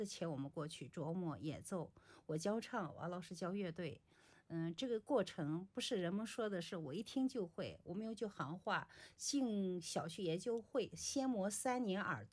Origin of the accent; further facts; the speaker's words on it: Yulin, Shaanxi, China; 咱们榆林城的方言